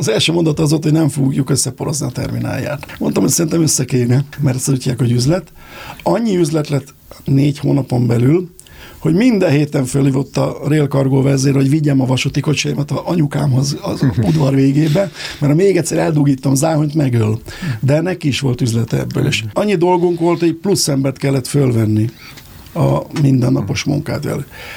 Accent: Hungary; Mert magyar vagyok, és mert magyar vállalkozó vagyok.

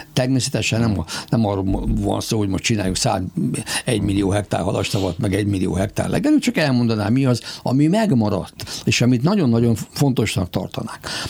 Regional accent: Ercsi, Fejér, Hungary; born there; Elcsibe születtem, a szívem csücske.

